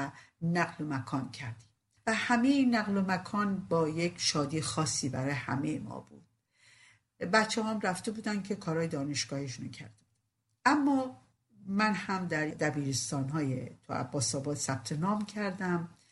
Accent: Rasht, Gilan, Iran; من گفتم از رشت اومدم، یا همه صورت ها برگشت. به محضی که من شروع کردم به حرف زدن، همه شروع کردن به خندیدن به خاطر لهجه‌ای که من داشتم

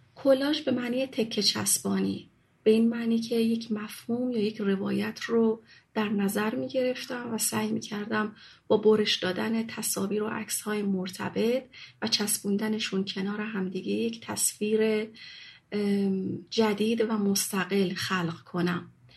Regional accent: Shiraz, Fars, Iran; moved away as an adult; now in Mashhad, Iran; بیش از 10 سال قبل، زمانی که تصمیم گرفتم از شهر خودم شیراز، جایی که توش به دنیا اومده بودم و بزرگ شده بودم، مهاجرت کنم به مشهد. وقتی اومدم مشهد 30 ساله بودم

